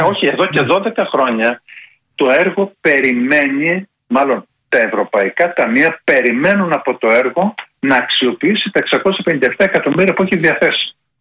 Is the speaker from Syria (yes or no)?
no; Greece; εμένα η δουλειά μου ως Έλληνας ευρωπολίτης είναι να στηρίζω την Ελλάδα.